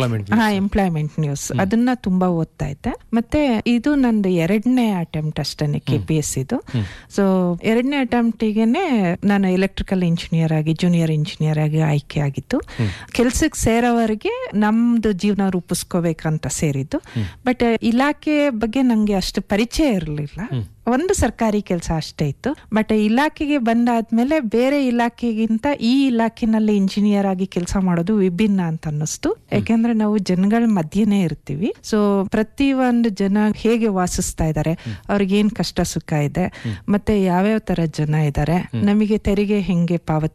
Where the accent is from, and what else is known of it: Konthana Mane, Karnataka, India; born there